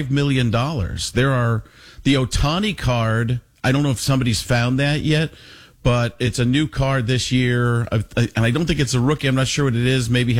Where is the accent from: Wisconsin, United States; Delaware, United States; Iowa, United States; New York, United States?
Wisconsin, United States; Waukesha; born or raised there